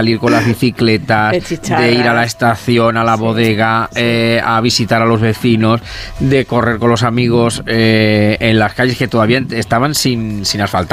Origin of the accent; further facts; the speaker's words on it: Fernán Caballero, Castilla-La Mancha, Spain; pero mi pueblo es Ferran Caballero porque mis padres, con el 70, yo nací en el 76, pues en el 75 se fueron a Ferran Caballero, que está a 15 kilómetros de Ciudad Real, y compraron una casita.